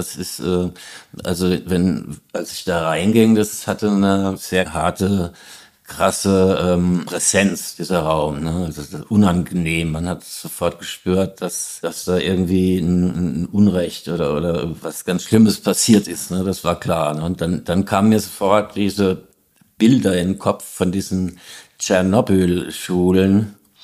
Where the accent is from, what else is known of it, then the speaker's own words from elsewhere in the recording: Hesse, Germany; Naja, bei uns gab's halt dieses Kernkraftwerk Biblis in der Nähe, wo ich aufgewachsen bin, und da waren wir halt immer demonstrieren dagegen.